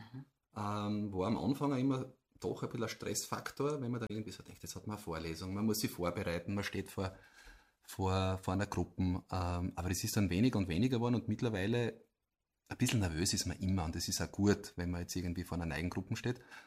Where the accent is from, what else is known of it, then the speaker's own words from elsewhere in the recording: Eibiswald, Styria, Austria; Wenn ich sage, ich komme aus Eibiswald, dann schauen wir mal an und denken sie, wo ist das? Dann könnte ich sagen, naja, das ist südlich von Graz